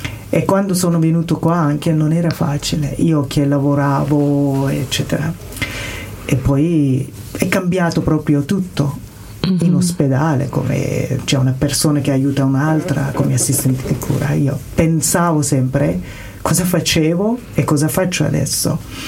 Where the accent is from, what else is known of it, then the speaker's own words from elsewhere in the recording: Afghanistan; Italian is a second language; moved away as an adult; now in Italy; di scappare proprio dal mio paese, perché se rimanevo proprio in Afghanistan sono sicuro che succedeva una cosa per la mia vita. Per questa io ho deciso di lasciare.